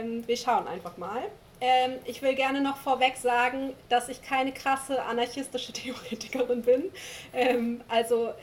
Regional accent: Lower Saxony, Germany; born there; Genau, ihr wisst schon, ich bin im Wendland geboren, da ist einfach ein Umfeld, was so sehr widerständig alternativ ist.

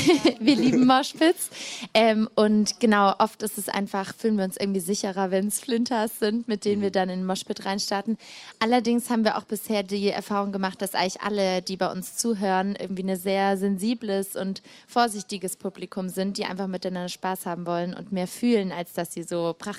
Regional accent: Tübingen, Baden-Württemberg, Germany

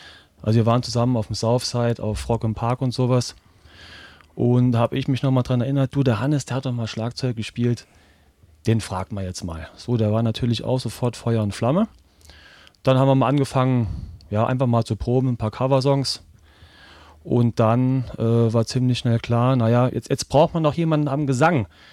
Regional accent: Reutlingen, Baden-Württemberg, Germany; Wir kommen räumlich, sag mal, aus dem Großraum Reutlingen auch und Tübingen, ja.

